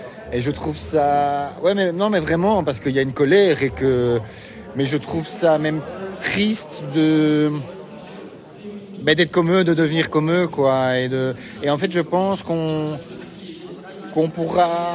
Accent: Brussels, Belgium

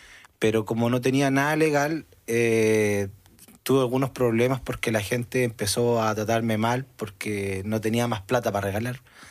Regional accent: Chile; Venimos de Chile

